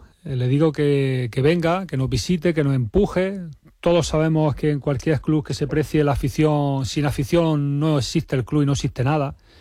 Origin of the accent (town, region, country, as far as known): El Ejido, Andalusia, Spain